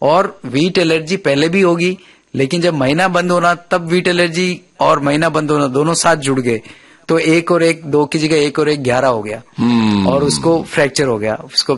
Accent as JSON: {"language": "Hindi", "region": "Rajasthan", "country": "India", "tie": "born or raised there", "said": "राजस्थान का रहने वाला हूं"}